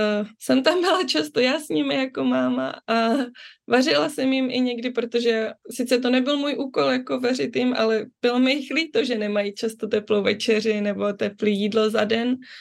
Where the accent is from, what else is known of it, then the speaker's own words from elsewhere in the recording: Germany; takže docela jsem ráda, že jsem vyrůstala v Německu.